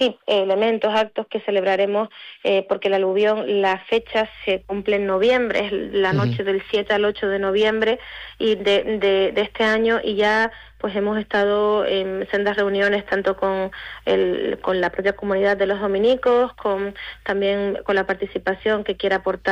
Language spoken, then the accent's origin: Spanish; Canary Islands, Spain; seguir construyendo la identidad que como pueblo canario también nos visibiliza y nos identifica y nos une, al fin y al cabo.